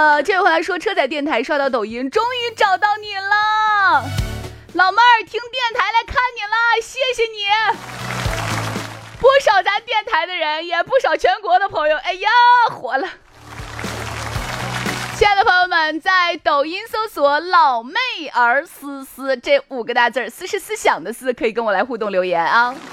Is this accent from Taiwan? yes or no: no; Shaanxi, China